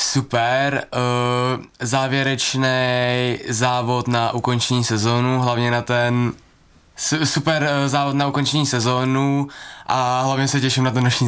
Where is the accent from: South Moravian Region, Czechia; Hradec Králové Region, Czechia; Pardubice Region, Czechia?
Pardubice Region, Czechia; Sezemice; born there; Ano, jsem z Pardubic, přesněji přímo ze Sezemic. Mm-hmm. A narodil jsem se v Pardubicích